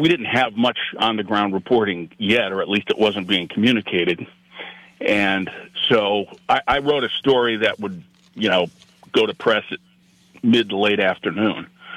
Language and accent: English; Detroit, Michigan, United States; also born or lived in Washington / Chicago / Florida; now in Traverse City, United States; I grew up in the Detroit area, so I've been coming up north since I was a boy. I lived in a number of places, Washington, then Chicago, then Florida.